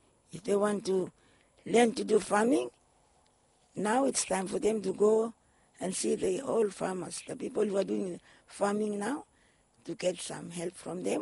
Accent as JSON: {"language": "English", "town": "Pama", "country": "Vanuatu", "said": "I'm from Pama."}